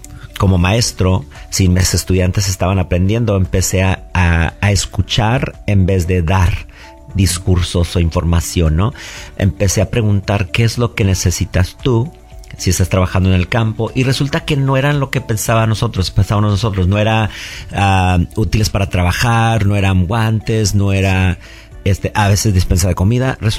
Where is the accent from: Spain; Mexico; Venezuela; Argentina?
Mexico; now in United States; sufrimos hambre como fiel mexicano, ¿no?